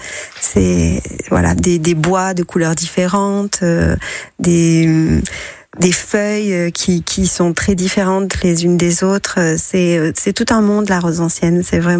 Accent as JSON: {"language": "French", "region": "Provence-Alpes-Côte d'Azur", "country": "France", "said": "chez nous, en Provence, on plante à l'automne."}